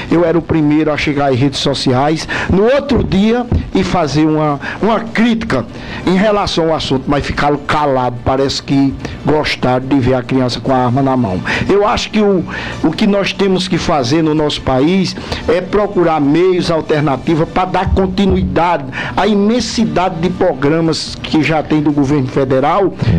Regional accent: Taperoá, Paraíba, Brazil; na minha terra, no meu Taperoá

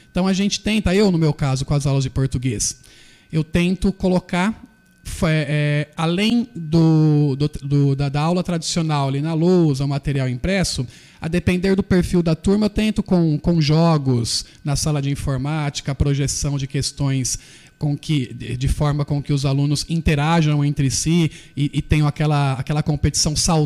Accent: Barra Bonita, São Paulo, Brazil; also born or lived in Jaú; De Barra Bonita. Nasci em Jaú, mas a grande, maior parte da vida, Barra Bonita mesmo.

